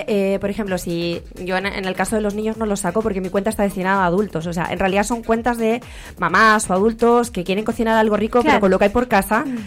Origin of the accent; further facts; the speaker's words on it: Catalonia, Spain; moved away; Soy catalana, parlo catalá